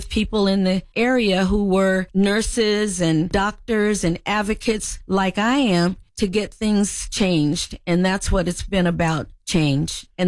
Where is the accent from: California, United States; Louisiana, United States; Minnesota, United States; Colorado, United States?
California, United States; Los Angeles; But I came from Los Angeles, where in metropolitan areas, there were a lot more resources.